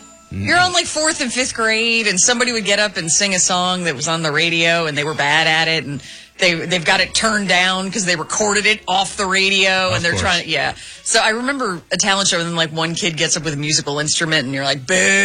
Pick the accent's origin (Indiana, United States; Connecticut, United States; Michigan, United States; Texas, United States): Connecticut, United States; No. I'm from Connecticut.